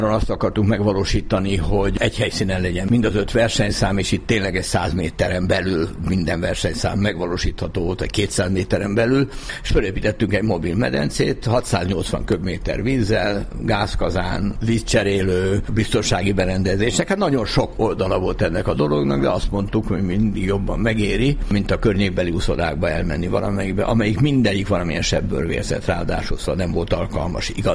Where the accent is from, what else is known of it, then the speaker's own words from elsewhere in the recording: Agárd, Fejér, Hungary; also born or lived in Budapest; Igen, hát én 4 éves voltam, amikor Zuglóból oda költöztünk, mert államosított édesapám pékségét, és lementünk az agárdi házunkba.